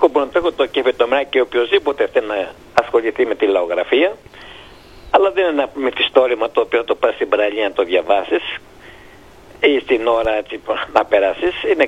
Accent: Mytilene, North Aegean, Greece; now in Kardamyla, Greece; Πώς ξέρετε, εγώ είμαι από τη Μυτιλίνη, ζω στα Καρδάμιλα 48 χρόνια.

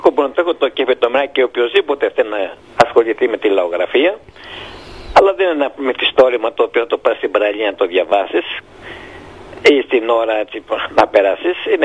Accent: Lesbos, North Aegean, Greece; born there; moved away as an adult; now in Kardamyla, Chios, Greece; εγώ είμαι από τη Μυτιλίνη, ζω στα Καρδάμηλα 48 χρόνια.

